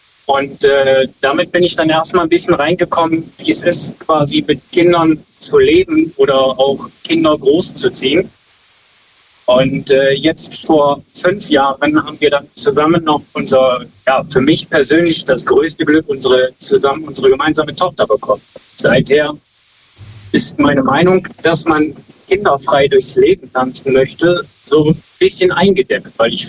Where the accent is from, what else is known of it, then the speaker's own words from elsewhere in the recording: Brüggen, North Rhine-Westphalia, Germany; Ich komme eigentlich aus Brüggen, bin aber quasi unterwegs als Berufskraftfahrer.